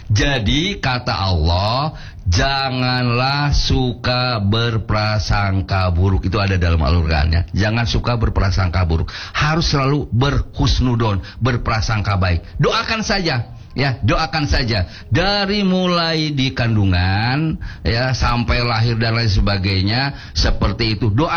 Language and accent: Indonesian; Subang, West Java, Indonesia; also born or lived in Bandung; Dulu saya waktu SMP sekolah di Subang, Pak Kasmo di Kecamatan Jalan Cagak, di SMP Jalan Cagak. Karena orang tua saya pada saat itu bekerja di perkebunan Ciater.